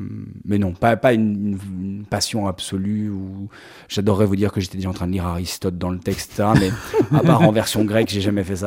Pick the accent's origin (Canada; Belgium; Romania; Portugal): Belgium; Alors, j'ai grandi en Belgique. Alors, je suis franco-belge, mais j'ai toujours vécu ici. J'ai fait mes études à Bruxelles et en banlieue bruxelloise, à Rode-Saint-Genèse.